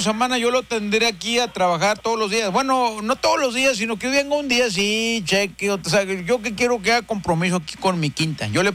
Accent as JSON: {"language": "Spanish", "town": "Linares", "region": "Nuevo León", "country": "Mexico", "said": "Yo soy de Linares, oiga."}